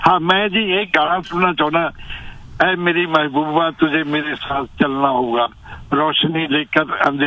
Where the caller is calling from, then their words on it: Canada; ਮੈਂ ਕੈਨੇਡਾ ਤੋਂ ਆਇਆ।